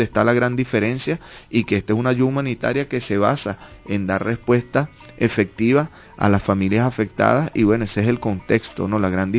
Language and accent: Spanish; Venezuela; compatriotas, como venezolanos, que nos pusimos a disposición